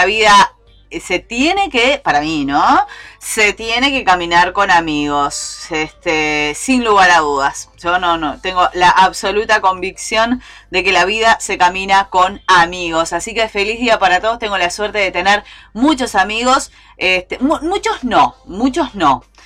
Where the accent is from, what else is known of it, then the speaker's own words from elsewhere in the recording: Uruguay; los uruguayos aprovechamos y nos consolamos un poquito